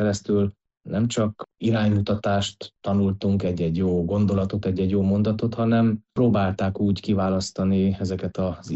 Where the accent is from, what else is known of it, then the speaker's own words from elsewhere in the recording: Mezőpanit, Mureș County, Romania; Mezőpanitban születtem, és itt nőttem fel, ami azt is jelenti, hogy az itteni református közösségnek az életébe kapcsolódtam be kiskorom óta.